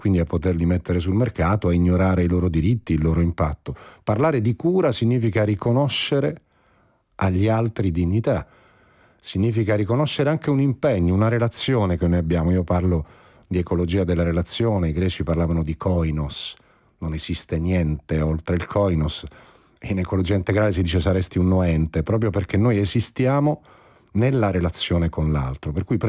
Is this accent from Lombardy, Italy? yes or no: no; Apulia, Italy; Io sono pugliese.